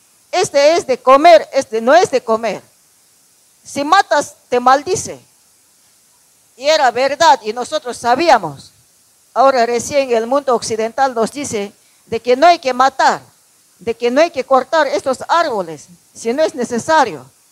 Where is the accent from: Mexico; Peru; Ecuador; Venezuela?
Ecuador; nosotros que somos americanos, que somos países latinos, que somos pueblos originarios